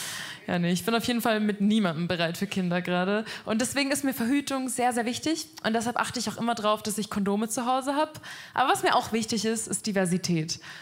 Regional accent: Munich, Bavaria, Germany; ich komme aus München. Ich mag München sehr gerne, aber in München haben wir schon auch manchmal komische Menschen.

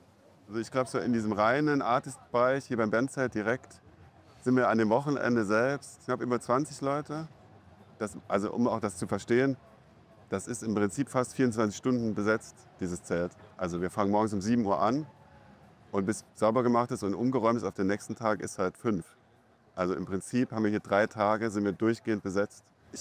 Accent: Elm, Saarland, Germany; Ich bin gebürtiger Elmer, also komme ursprünglich aus einem Nachbardorf von Rockwellet Schlackow.

